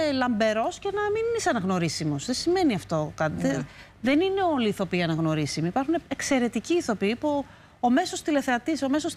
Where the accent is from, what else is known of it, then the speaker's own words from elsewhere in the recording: Athens, Attica, Greece; also born or lived in Crete; Μεγάλωσα εδώ, στην Αθήνα. Δηλαδή τα πρώτα χρόνια στην Κρήτη και μετά στην Αθήνα.